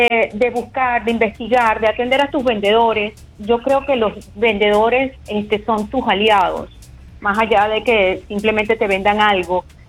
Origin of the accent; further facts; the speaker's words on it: Venezuela; now in Miami, United States; soy venezolana, soy emprendedora aquí en Miami